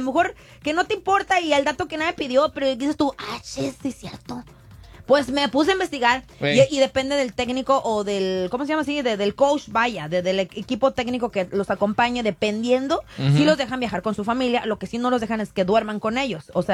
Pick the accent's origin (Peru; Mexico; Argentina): Mexico; moved away; soy mexicana